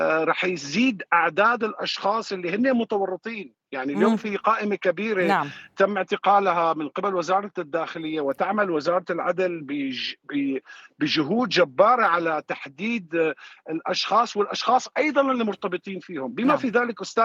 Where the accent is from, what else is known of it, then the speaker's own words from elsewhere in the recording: Syria; كلياتنا كسوريين شفنا براميل كلور الصفراء اللي كانت تتصنع